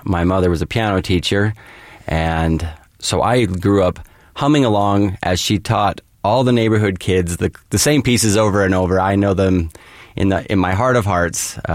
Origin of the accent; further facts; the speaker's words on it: Orem, Utah, United States; from Orem, Utah